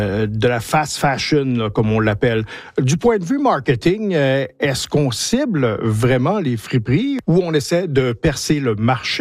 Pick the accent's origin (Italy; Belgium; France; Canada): Canada; Atlantic Canada; chez nous, en Atlantique.